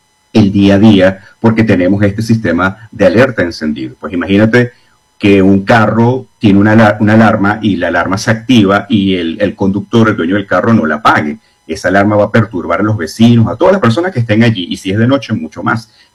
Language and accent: Spanish; Venezuela; soy venezolano